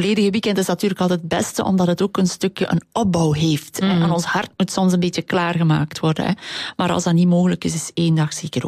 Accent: Flanders, Belgium; wij kunnen zoveel leren als Vlamingen van de Franstaligen.

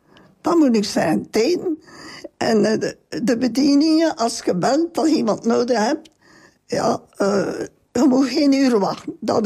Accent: Halmaal, Flanders, Belgium; Ik ben van Halmaan. En dat is maar twee dorpen verder, hè.

